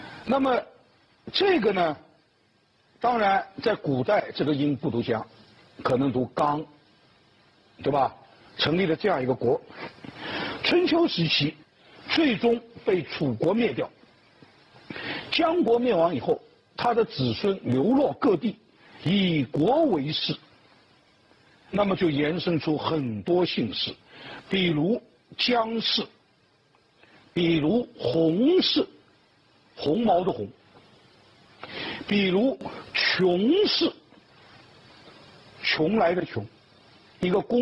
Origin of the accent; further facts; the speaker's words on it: Wu-speaking area, China; accent: Wu; moved away; 我老家的吴语方言去念长杠，还是刚。